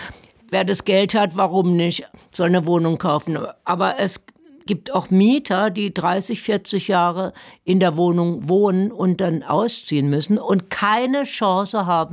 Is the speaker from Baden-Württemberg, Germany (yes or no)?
yes; Baden-Württemberg, Germany; now in Berlin, Germany; Ich bin jetzt dann doch Berlinerin. Also ich bin Badnerin, stehe ich drauf, aber ich bin auch Berlinerin.